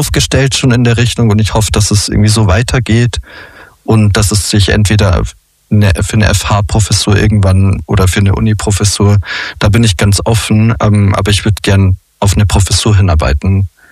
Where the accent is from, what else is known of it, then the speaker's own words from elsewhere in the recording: Bavaria, Germany; now in Austria; Als Bayer ist man eh fast auch Österreicher.